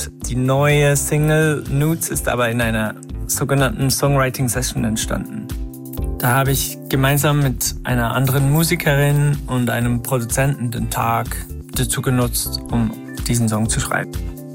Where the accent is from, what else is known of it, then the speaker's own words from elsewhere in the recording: Bern, Switzerland; moved away as an adult; now in Zurich, Switzerland; ich bin ein Musiker aus der Schweiz und ich komme aus dem Berner Oberland, wohne aber jetzt schon seit 10 Jahren in Zürich.